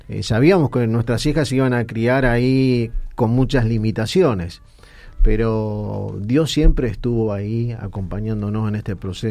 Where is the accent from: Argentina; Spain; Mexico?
Argentina; Rosario, Santa Fe; Nosotros venimos de Rosario, la ciudad de Rosario, una ciudad muy linda, una ciudad grande.